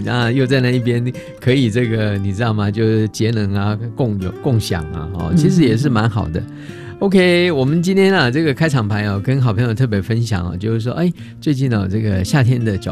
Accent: central Taiwan, Taiwan; 但是我是中部人嘛

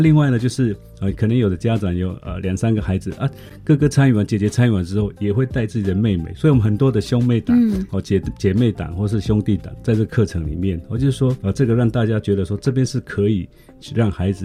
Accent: Taiwan; accent: Taiwanese indigenous-accented Mandarin; Chinese is a second language; 所以我们的这个国语哈、哦，那个安跟安都分不出来

